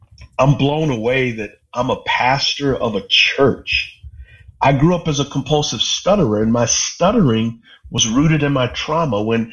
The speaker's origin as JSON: {"language": "English", "region": "Texas", "country": "United States", "tie": "born or raised there", "said": "And so growing up in Texas, the reason why I talk about football so much"}